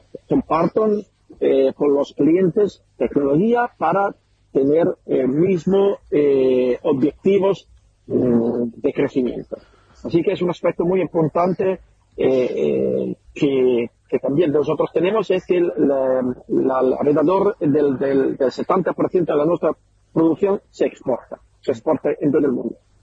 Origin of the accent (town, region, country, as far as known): Italy; Spanish is a second language